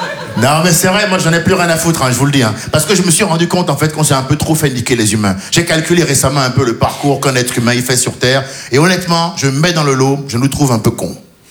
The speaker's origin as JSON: {"language": "French", "country": "Benin", "said": "Je me dis, je suis franco-béninois. Ouais, mais je me dis maintenant, quand les impôts ils viennent, je suis béninois."}